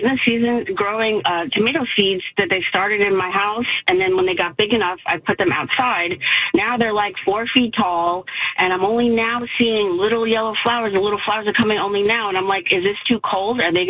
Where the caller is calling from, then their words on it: Long Beach Island, New Jersey, United States; Hi there. Hi, I'm calling from Long Beach Island, New Jersey.